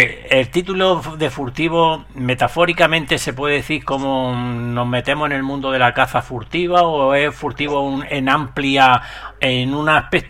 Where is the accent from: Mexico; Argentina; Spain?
Spain; Órgiva, Andalusia; now in Alicante, Spain; Pues yo soy natural de Órgiva.